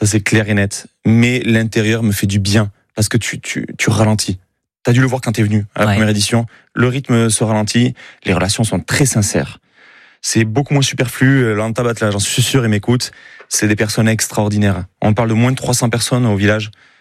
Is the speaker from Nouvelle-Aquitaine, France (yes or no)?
yes; Boucau, Nouvelle-Aquitaine, France; C'était un rivalon moi au Boucau. J'ai grandi à Boucau